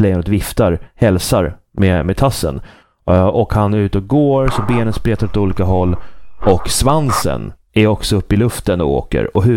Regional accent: Uppsala, Uppsala County, Sweden; jag kan bara önska min födelseort lycka till i sin nya grafiska profil.

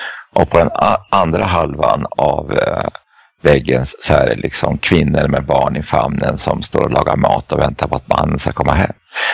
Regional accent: Eskilstuna, Södermanland, Sweden; moved away; Jag kan möta min hemstad, gamla hemstad Eskilstuna.

